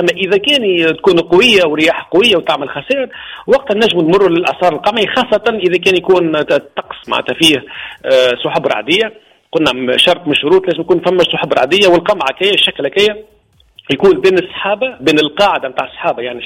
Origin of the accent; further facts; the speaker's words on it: Menzel Fersi, Monastir Governorate, Tunisia; منزل فارسي، مش بعيد برشا اللي هي معناتها مدينتي